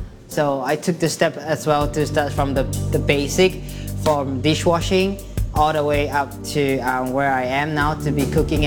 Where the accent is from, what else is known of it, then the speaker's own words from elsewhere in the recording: Singapore; I'm one of the few female sushi chefs in the world, and I'm a Singaporean.